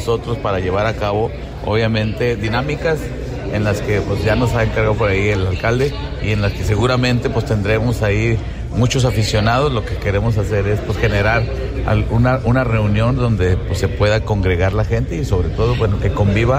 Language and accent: Spanish; Mexico; así somos también los mexicanos